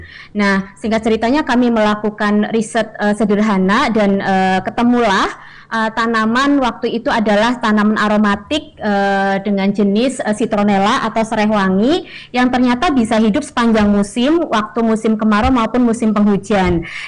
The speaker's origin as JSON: {"language": "Indonesian", "town": "Brebes", "region": "Central Java", "country": "Indonesia", "tie": "born there", "said": "kami melihat keprihatinan di sebuah desa di tanah kelahiran saya di Brebes."}